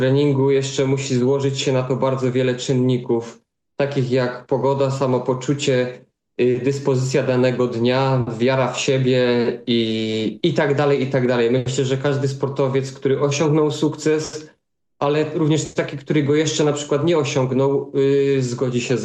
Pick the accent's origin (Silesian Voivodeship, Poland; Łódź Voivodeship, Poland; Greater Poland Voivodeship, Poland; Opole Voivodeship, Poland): Silesian Voivodeship, Poland; Bojszowy; born there; also born or lived in Tychy; pochodzę z pięknej, malowniczej wioski Bojszowy, niedaleko Tychów. W Tychach się urodziłem, ale tak, zdecydowanie południe Polski.